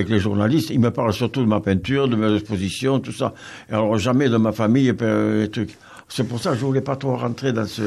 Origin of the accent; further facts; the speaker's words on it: Lourdes, Occitanie, France; also born or lived in Les Sables-d'Olonne; Je suis lourdais. Je suis né au Sable d'Olonne, mais je suis arrivé à 2 ans à Lourdes.